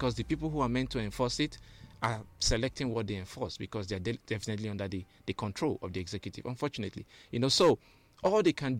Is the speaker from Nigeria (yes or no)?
yes; Northern Nigeria, Nigeria; moved away; I grew up in the North for 16 years. My Hausa is even stronger than my Igbo.